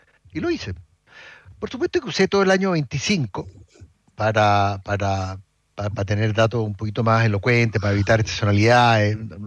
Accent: Chile

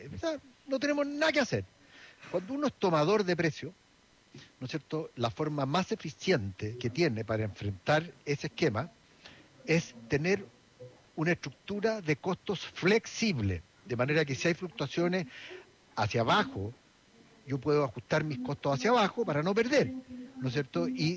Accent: Chile; Porque nosotros, como chilenos, la verdad que lo único que tenemos es una montaña de deuda

